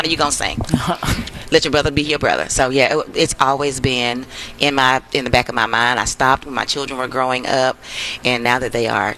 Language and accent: English; Arkansas, United States; I'm from Arkansas.